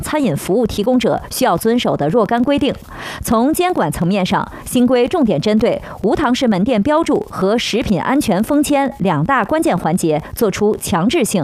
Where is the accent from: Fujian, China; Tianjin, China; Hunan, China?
Tianjin, China; 在咱们天津人的家常菜当中